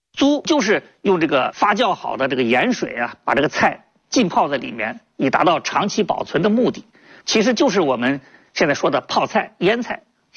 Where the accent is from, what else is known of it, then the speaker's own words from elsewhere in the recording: Shijiazhuang, Hebei, China; 我老家是河北石家庄的，典型的北方